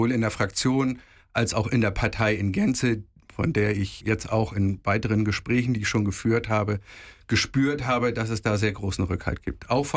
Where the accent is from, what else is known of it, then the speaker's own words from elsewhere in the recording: Heide, Schleswig-Holstein, Germany; ich bin in Heide geboren, hier zur Schule gegangen, Kindergarten und so weiter, Lehre.